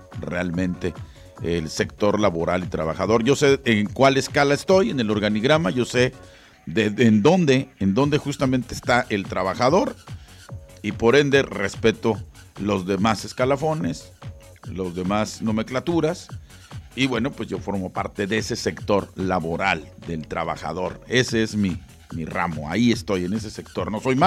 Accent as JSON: {"language": "Spanish", "town": "Guadalajara", "region": "Jalisco", "country": "Mexico", "moved": "yes", "lives_now": "Tijuana, Mexico", "said": "Yo soy de Guadalajara, Jalisco, México. Sí, señor. Orgullosamente. Yo no puedo decir que soy de otra parte."}